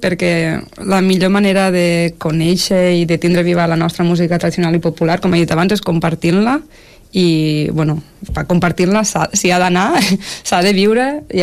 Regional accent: Catalonia, Spain; jo soc ebrenca

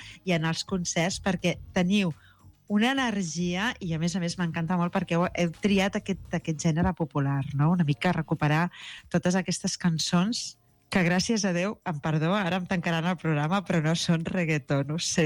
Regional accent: Catalonia, Spain; perquè jo també sóc del Camp de Tarragona

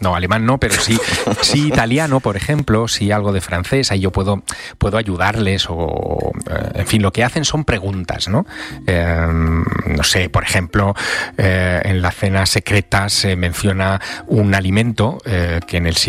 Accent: Teruel, Aragon, Spain; Me lo vas a contar a mí, que soy de Teruel, que el territorio me lo conozco mucho y que sé la riqueza paleontológica que tiene Teruel.

